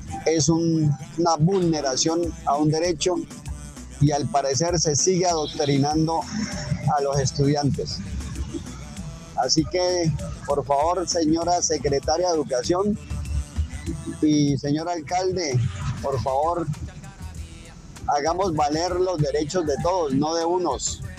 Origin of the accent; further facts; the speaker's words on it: Colombia; tengamos que hacer uso de nuestro derecho como ciudadanos y como colombianos.